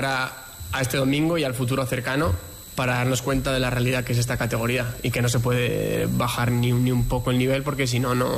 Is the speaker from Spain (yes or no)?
yes; Basque Country, Spain; encima yo soy de aquí, de Euskadi, y lo siento el Eibar como también un club muy especial